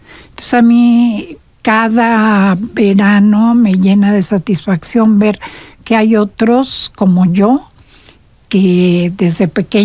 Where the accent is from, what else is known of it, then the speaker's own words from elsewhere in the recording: Mexico City, Mexico; now in Querétaro, Mexico; soy de Ciudad de México, pero ya soy de aquí de Querétaro. Tengo aquí toda la vida. Tengo una hija queretana. Sí, también. Entonces, me encanta Querétaro y vivo aquí a dos cuadras.